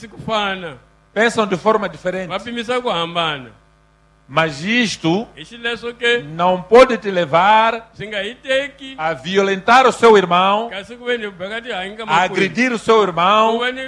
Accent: Mozambique; Nós, como moçambicanos, somos irmãos.

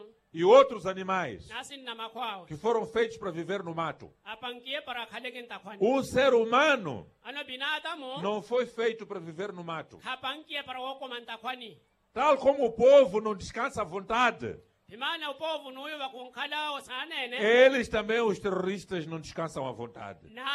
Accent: Mozambique; Dói para todos nós como moçambicanos. Porque somos um único país, um único povo, unido do Rovuma ao Maputo.

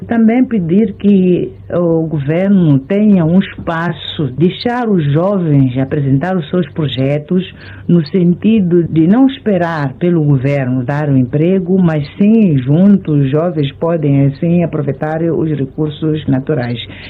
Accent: Mozambique; somos moçambicanos todos nós.

